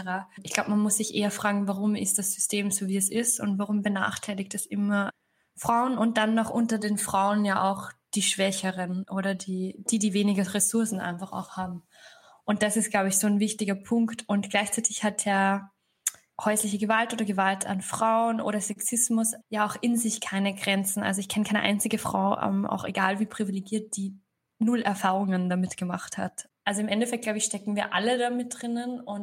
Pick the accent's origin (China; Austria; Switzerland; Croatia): Austria; accent: Austrian dialect; now in Berlin, Germany; Ich war so lange jetzt in Österreich, dass ich es einfach echt vergessen habe, so wie stark mein Dialekt sein kann.